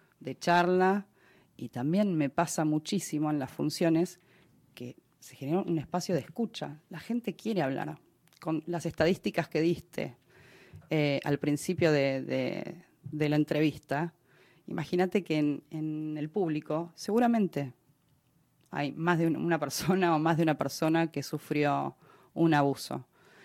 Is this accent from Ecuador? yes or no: no; Argentina; Y si bien Argentina siempre tuvo altos y bajos económicamente, yo desde mi lugar como cineasta